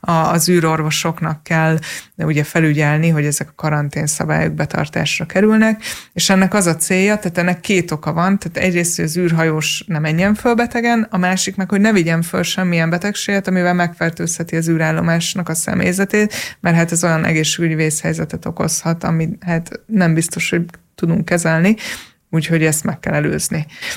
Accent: Hungary; first language Hungarian; én magyar vagyok, ő is magyar, és mi voltunk az egyetlen magyarok

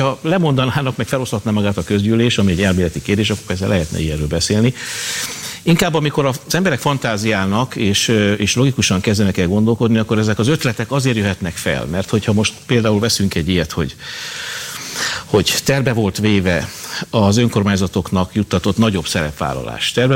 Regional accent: Debrecen, Hajdú-Bihar, Hungary; mondjuk én debreceni vagyok

